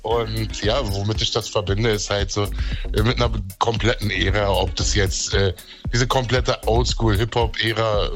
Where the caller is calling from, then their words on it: Berlin, Germany; Ich komme aus Berlin